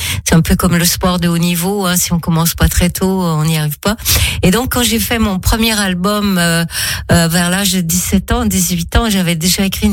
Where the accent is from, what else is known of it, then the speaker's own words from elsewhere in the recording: Quebec, Canada; also born or lived in Paris; de Paris, nous sommes partis en Abitibi-Témiscamingue, qui est une région minière au Québec, entre Montréal et la baie de James, la baie d'Hudson.